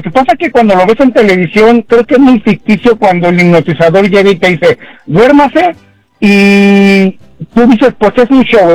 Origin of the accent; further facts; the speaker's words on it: Mexico City, Mexico; also born or lived in Veracruz; Yo nací en Veracruz, pero me quedé en la Ciudad de México.